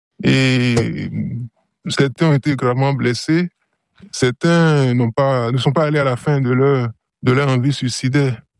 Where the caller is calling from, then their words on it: Parakou, Borgou, Benin; j'ai 45 ans. Je vis à Parakou, dans le nord du Bénin.